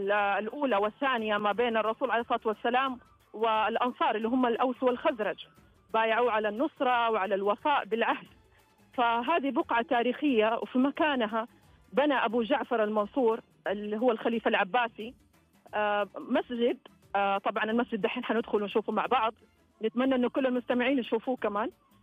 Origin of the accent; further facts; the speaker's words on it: Saudi Arabia; اللي احنا نفخر به كسعوديين